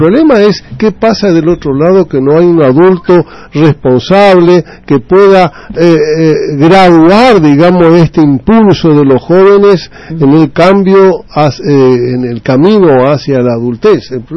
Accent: Clorinda, Formosa, Argentina; yo no aprendí cuando nací y viví en Clorinda, hace 70 años.

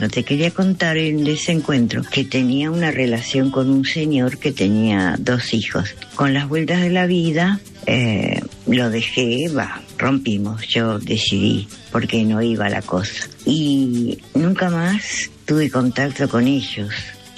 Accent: Mar del Plata, Buenos Aires Province, Argentina; Hola, soy de Mar del Plata.

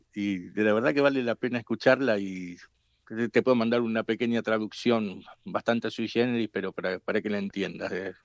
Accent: Rosario, Santa Fe, Argentina; moved away; yo soy de Rosario y de Barrio Belgrano

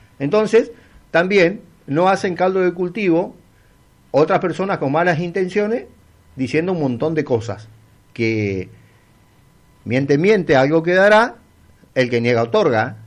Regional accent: Resistencia, Chaco, Argentina; de donde salí, de donde me crié ahí en Villa Dorico

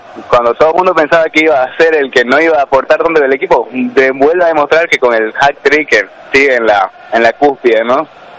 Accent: Santa Cruz de la Sierra, Santa Cruz, Bolivia; now in Argentina; yo soy de Bolivia.

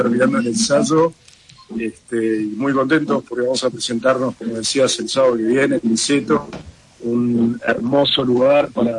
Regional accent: Argentina; Cantamos de todo, somos argentinos, así que podemos ir del tango a la milonga

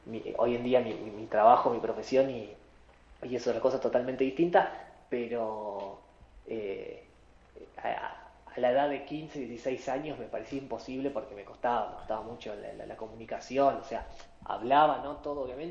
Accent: San Fernando, Buenos Aires Province, Argentina; Yo soy de San Fernando, de zona norte de Buenos Aires

